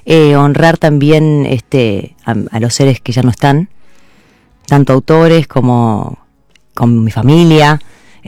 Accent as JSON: {"language": "Spanish", "area": "Los Surgentes", "region": "Córdoba", "country": "Argentina", "tie": "born or raised there", "moved": "yes", "lives_now": "Buenos Aires, Argentina", "said": "De Los Urgentes, provincia de Córdoba, que es un pueblito chiquitito, tiene hoy 1.500 habitantes, es un pueblo rural."}